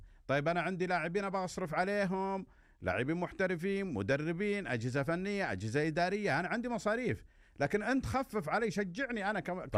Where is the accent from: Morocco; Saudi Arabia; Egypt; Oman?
Saudi Arabia; Al-Kharj, Riyadh Province; الشعلة ديرتي